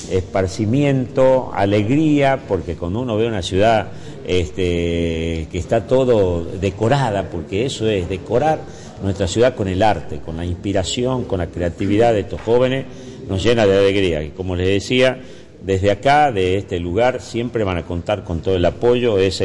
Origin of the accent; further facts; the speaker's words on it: Tucumán, Argentina; nos hace sentir orgullosos como tucumanos